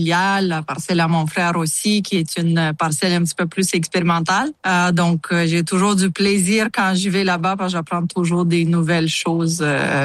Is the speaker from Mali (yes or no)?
no; Moldova; now in Yamachiche, Canada; Je suis originaire de Moldavie en Moldavie, on a fait beaucoup, beaucoup de vin. Donc, le vin, on l'a un petit peu, les Moldaves, dans notre ADN.